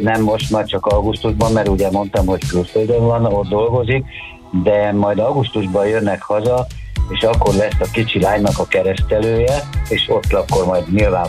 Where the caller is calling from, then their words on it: Budapest, Hungary; Budapestről